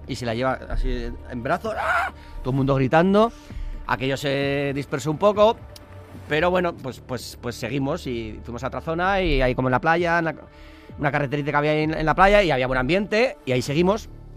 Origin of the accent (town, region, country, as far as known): San Sebastián, Basque Country, Spain